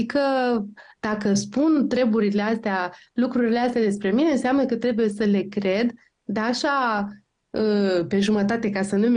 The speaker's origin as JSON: {"language": "Romanian", "region": "Iași County", "country": "Romania", "said": "Este un sat aflat, cred că la 10 km de satul meu, deci foarte aproape."}